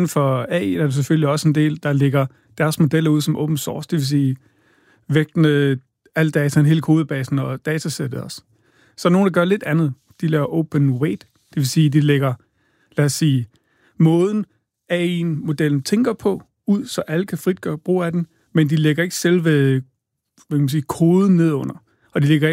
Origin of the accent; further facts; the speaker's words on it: Odense, Region of Southern Denmark, Denmark; accent: Funen; Jeg er fra Odense. Ja, kan du høre det synge?